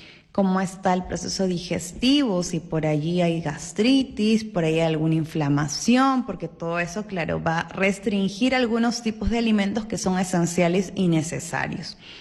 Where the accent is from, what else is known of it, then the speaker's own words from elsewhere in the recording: Peru; Porque usualmente nosotros como peruanos, pues, solemos servir la mitad del plato de arroz